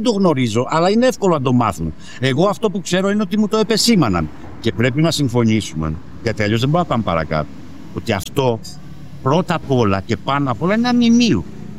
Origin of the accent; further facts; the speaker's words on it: Patras, Western Greece, Greece; το γνωρίζουμε και οι δύο γιατί είμαστε πατρινοί, εσείς είστε λίγο μικρότεροι, αλλά εγώ είμαι λίγο μεγαλύτερος